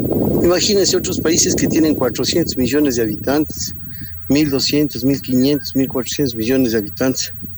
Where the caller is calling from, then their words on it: Cayambe, Pichincha, Ecuador; Le hablo desde la ciudad de Cayambe.